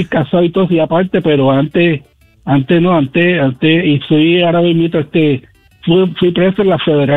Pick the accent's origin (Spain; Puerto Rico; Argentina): Puerto Rico; Ponce; now in Tampa, United States; nosotros vivíamos en Ponce, y yo sí nací y criado en López Nusa, allá para frente a Plaza Caribe.